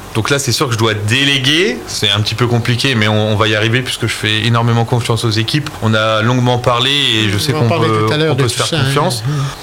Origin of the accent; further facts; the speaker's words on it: Reims, Grand Est, France; now in Tanay, France; Je suis natif de Reims.